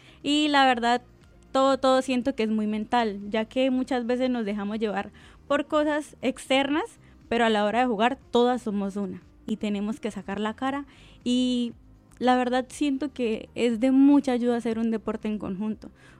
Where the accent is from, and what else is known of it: Bolívar, Colombia; now in Cúcuta, Colombia